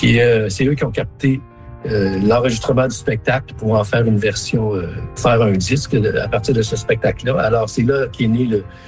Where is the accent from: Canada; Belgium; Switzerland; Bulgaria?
Canada; Smooth Rock Falls, Ontario; je suis né à Smooth Rock Falls, c'est le village du nord de l'Ontario. Et comme intérêt, quand on était un petit garçon à Smooth Rock Falls, il y avait à peu près que jouer au hockey.